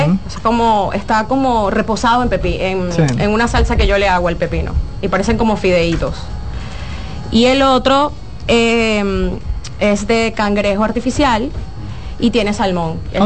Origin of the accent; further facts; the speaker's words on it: Venezuela; now in Dominican Republic; yo soy de Venezuela.